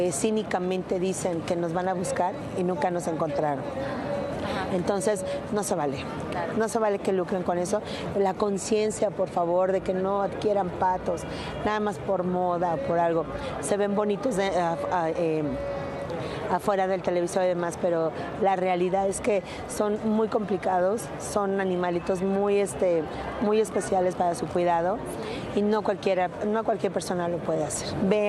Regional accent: Mexico; cómo somos los mexicanos

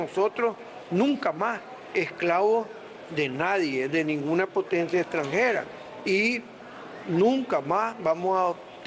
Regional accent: Nicaragua; Somos los nicaragüenses los que vamos a elegir las elecciones.

